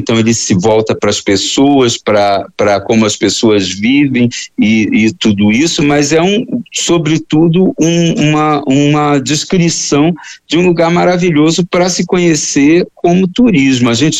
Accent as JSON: {"language": "Portuguese", "region": "Rio de Janeiro", "country": "Brazil", "tie": "born or raised there", "said": "Eu sou do Rio de Janeiro, e então, assim, eu tive na minha criação pouco contato com o Rio São Francisco"}